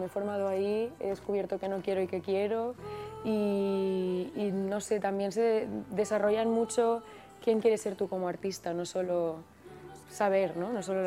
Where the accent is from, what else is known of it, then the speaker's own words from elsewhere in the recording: Catalonia, Spain; moved away as an adult; now in Madrid, Spain; Soy de Cataluña, pero hace 3 años que estoy en Madrid.